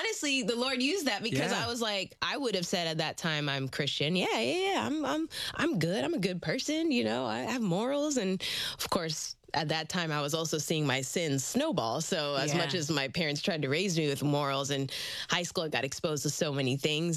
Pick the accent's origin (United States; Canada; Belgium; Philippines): Philippines; Manila, Metro Manila; born there